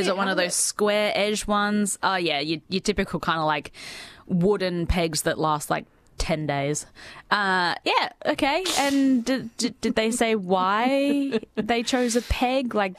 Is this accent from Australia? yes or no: yes; South Australia, Australia; Growing up in the Fluro Peninsula